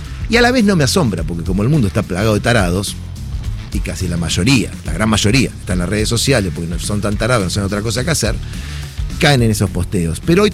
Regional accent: Argentina

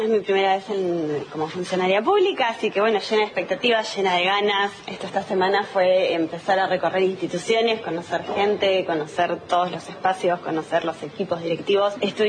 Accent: Esquel, Chubut, Argentina; moved away as an adult; also born or lived in Córdoba; yo soy de acá, soy de Esquel, nací y criada en Esquel, hice la primaria, el jardín, el secundario, todo acá, me fui a estudiar a Córdoba

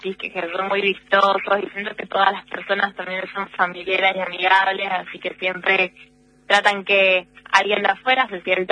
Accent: San Juan, Argentina; Sí, soy de San Juan, bueno, de Capital.

